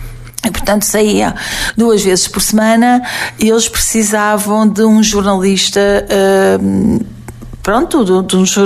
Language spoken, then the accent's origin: Portuguese; Portalegre, Alentejo, Portugal; moved away as an adult; also born or lived in Évora; Porto Alegre é a minha terra, é a minha cidade